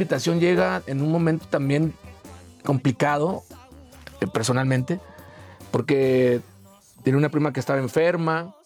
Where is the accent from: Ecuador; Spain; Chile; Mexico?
Mexico